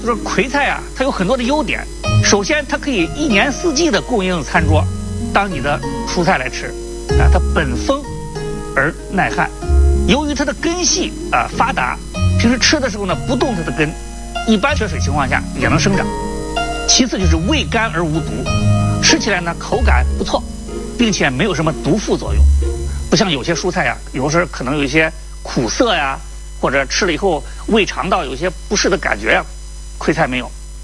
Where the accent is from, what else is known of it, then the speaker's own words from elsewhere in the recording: China; 我们中国人呢都熟知一句名言